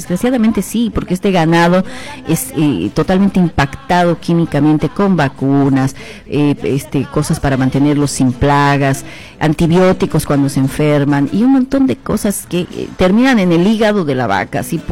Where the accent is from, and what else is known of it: Bolivia